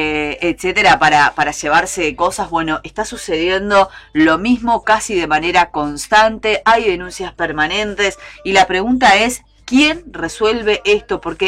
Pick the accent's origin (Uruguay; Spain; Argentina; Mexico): Uruguay; Pando, Canelones; Quienes somos de Pando hace muchísimos años